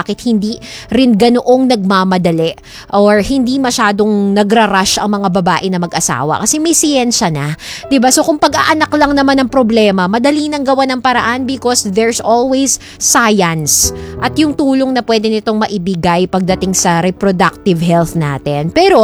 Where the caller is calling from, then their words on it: Quezon City, Metro Manila, Philippines; Ako po ay taga Quezon City.